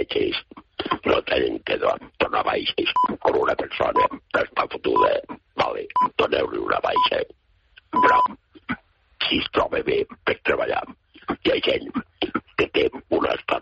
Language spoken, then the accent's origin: Catalan; Claravalls, Catalonia, Spain; Bueno, sí, som de Claravalls.